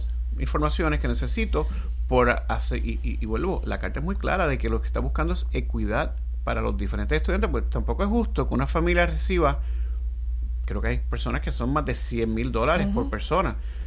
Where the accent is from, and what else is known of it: Puerto Rico